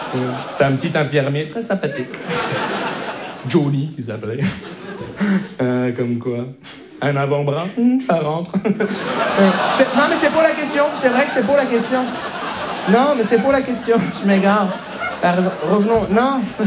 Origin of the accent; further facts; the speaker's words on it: Montreal, Quebec, Canada; je viens de Montréal.